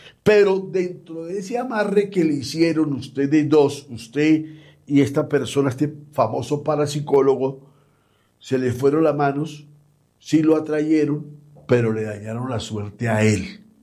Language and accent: Spanish; Mexico; Voy a traer algo muy especial desde mi tierra, México, desde las pirámides.